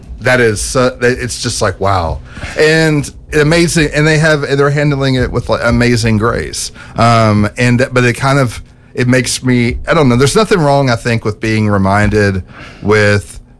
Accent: Ireland; And I'm Irish. So every time something bad happens, I assume it'll come in threes.

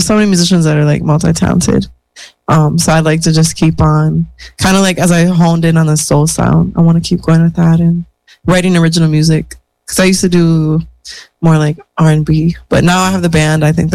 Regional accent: St. Michael, Minnesota, United States; I grew up in the Twin Cities in St. Michael.

